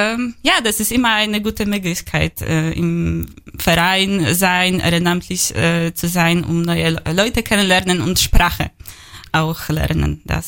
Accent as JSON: {"language": "German", "country": "Poland", "second_language": "German", "moved": "as an adult", "lives_now": "Germany", "said": "Genau, ich komme aus Polen. Ich bin in Deutschland seit 2,5 Jahren."}